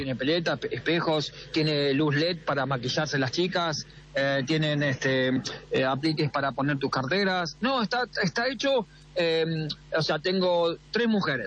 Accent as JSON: {"language": "Spanish", "town": "Mar del Plata", "region": "Buenos Aires Province", "country": "Argentina", "tie": "born or raised there", "said": "me venía a trabajar acá a Mar del Plata, dije listo. Ya está, la vida me está hablando, mi pueblo natal, mi ciudad natal me está diciendo traerlo."}